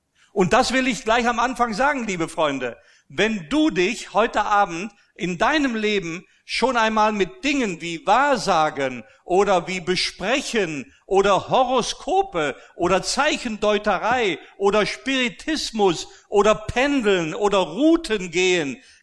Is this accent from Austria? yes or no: yes; Austria; born or raised there